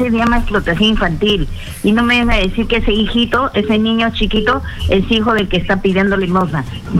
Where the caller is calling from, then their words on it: Trujillo, La Libertad, Peru; estoy llamando de Trujillo.